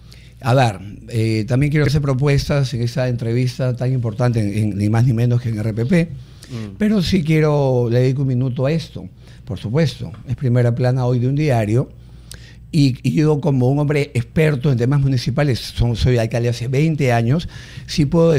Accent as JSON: {"language": "Spanish", "country": "Peru", "also_born_or_lived": "Magdalena, Lima / Tumbes"}